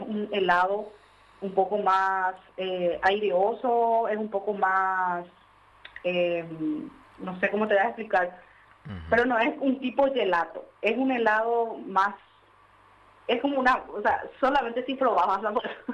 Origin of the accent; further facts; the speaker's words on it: Coronel Oviedo, Caaguazú, Paraguay; nosotros somos de Coronel Oviedo.